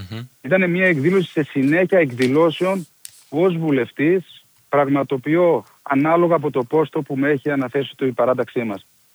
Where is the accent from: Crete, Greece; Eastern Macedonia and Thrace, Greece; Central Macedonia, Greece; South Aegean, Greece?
Eastern Macedonia and Thrace, Greece; Drama; την πατρίδα μου τη Δράμα